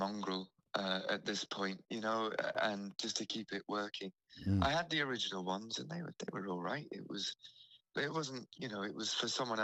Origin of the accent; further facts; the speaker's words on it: Isle of Man; growing up on the Isle of Man with the Celtic, you know, thing, I love Celtic style instruments, so I play a bit of mandolin and things like that.